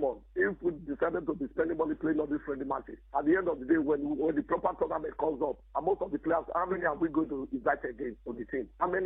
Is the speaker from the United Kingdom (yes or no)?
no; Nigeria; I have to tell you as a Nigerian